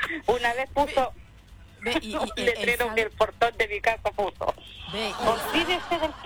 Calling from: Virquenco, Biobío, Chile; Se llama Virquenco, el pueblo donde vivo, donde soy.

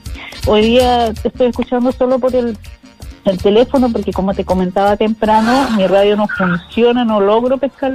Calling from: Puerto Montt, Los Lagos, Chile

